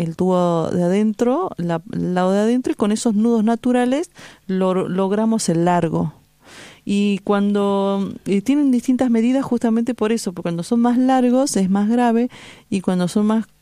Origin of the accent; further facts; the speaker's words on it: Iruya, Salta, Argentina; born there; now in Tilcara, Argentina; Yo soy de Finca Santiago, Iruya, eso es departamento de Iruya, bien al norte de la provincia de Salta. Y vivo en Tilcara, que es Quebrado Mahuaca, provincia de Jujuy.